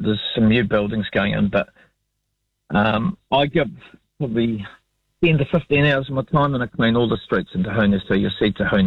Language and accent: English; Canterbury, New Zealand; now in Nelson, New Zealand; I was brought up in North Canterbury.